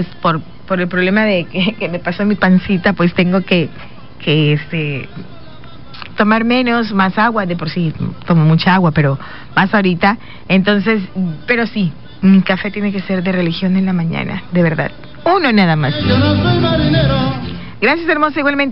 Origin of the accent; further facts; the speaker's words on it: Juchitán, Oaxaca, Mexico; de donde yo vengo y del Istmo de Tehuantepec, de Oaxaca, de Juchitán. Esa es la manera de hablar de nosotros.